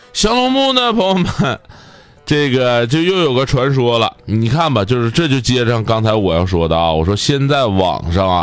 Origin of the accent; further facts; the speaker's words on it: Northeast China, China; accent: Northeastern dialect; 就我们东北话讲叫扔啊。